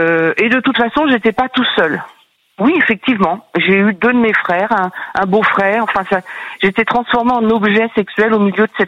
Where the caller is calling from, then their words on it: Brittany, France; Donc, j'habite en Bretagne. Mmh. J'ai 64, bientôt 65 ans.